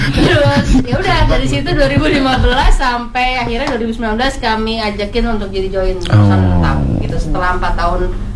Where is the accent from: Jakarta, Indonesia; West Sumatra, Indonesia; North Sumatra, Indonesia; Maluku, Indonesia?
Jakarta, Indonesia; born or raised there